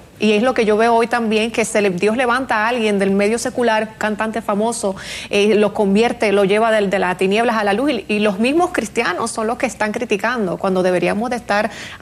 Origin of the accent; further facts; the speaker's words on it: Dominican Republic; moved away; yo vivía en República Dominicana.